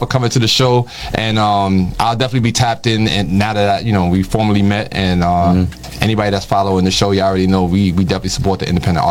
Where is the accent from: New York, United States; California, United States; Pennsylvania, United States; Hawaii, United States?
New York, United States; Bronx; I'm from the Bronx, right? I'm from the South Bronx back in the days when they was burning buildings and all that. The ghetto, super, you know.